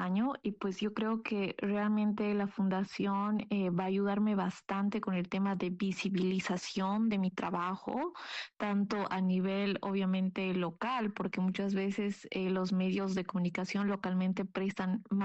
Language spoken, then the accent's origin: Spanish; Oruro, Bolivia; first language Aymara; Spanish is a second language; se encuentra en la comunidad de Vito. Entonces, es ahí donde nosotros estamos obviamente trabajando con nuestra comunidad